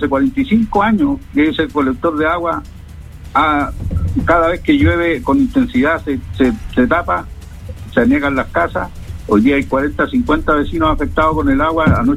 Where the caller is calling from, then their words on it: Antofagasta, Chile; Yo soy de Antofagasta, estoy hace 30 años.